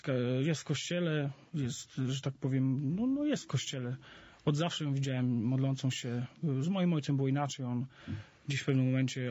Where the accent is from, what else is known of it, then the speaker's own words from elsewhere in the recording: northern Poland, Poland; Ja pochodzę z małej miejscowości, takiej 30-tysięcznej miejscowości na północy Polski.